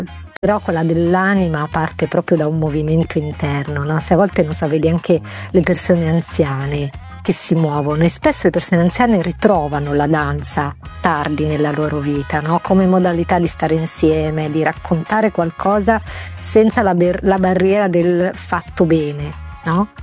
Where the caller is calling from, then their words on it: Bergamo, Lombardy, Italy; accent: Bergamo; Sono di Bergamo, si sente dal mio accento.